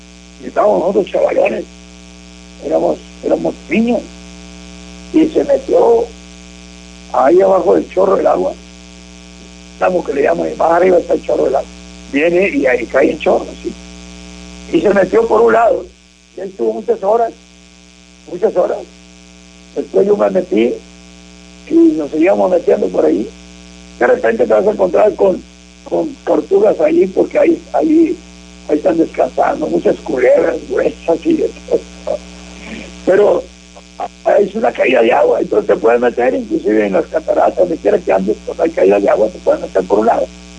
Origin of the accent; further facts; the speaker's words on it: Río Bravo, Coahuila, Mexico; moved away; yo soy del río Bravo Coahuila, mi pueblo natal. Y hay un lugar que se llama El Álamo, hay más abajo El Corito.